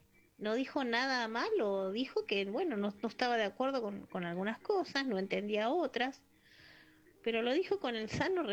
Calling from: Caballito, Buenos Aires, Argentina

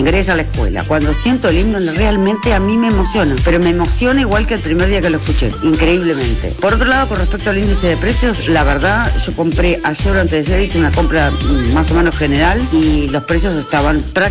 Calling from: Argentina; me hace es sentir muy argentina

